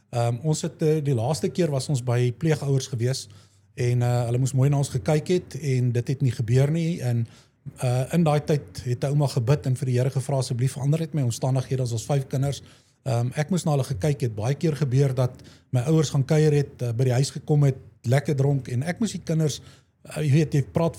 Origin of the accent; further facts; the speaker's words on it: Pretoria, Gauteng, South Africa; born there; ek is gebore in Pretoria, daar in die Moedersbond, en waar ek groot geword het, ja, dis een story daar.